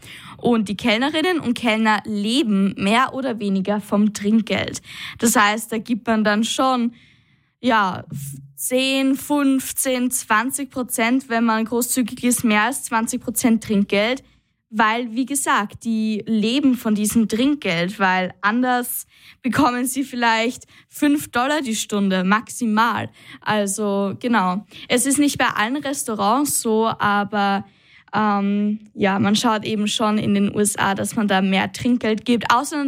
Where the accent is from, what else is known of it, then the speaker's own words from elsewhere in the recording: Austria; Bei uns in Österreich gibt es ja die Mehrwertsteuer, das sind 20% des Produktes, aber das ist schon im Preis inkludiert.